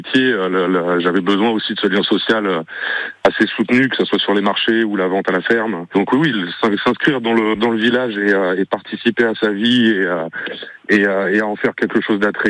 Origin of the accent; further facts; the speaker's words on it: Auvergne-Rhône-Alpes, France; moved away; originairement, je suis du Cantal, on avait tout ce qu'il fallait, les terres et tout ça